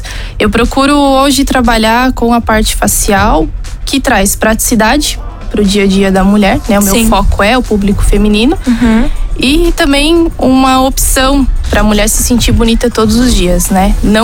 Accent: Ituporanga, Santa Catarina, Brazil; Nasci aqui em Tuporanga.

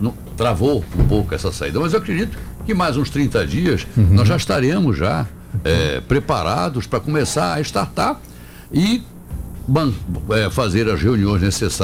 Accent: Amapá, Brazil; olha, nós somos do Amapá, nós temos no Amapá uma diversidade muito grande, temos aqui o turismo, o turismo espetacular, afinal de contas temos o Rio Amazonas.

